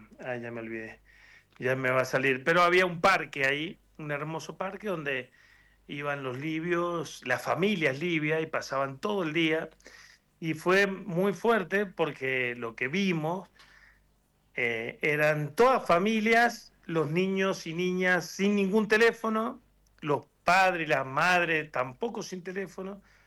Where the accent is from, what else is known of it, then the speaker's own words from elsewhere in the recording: Luján de Cuyo, Mendoza, Argentina; Soy de Luján de Cuyo.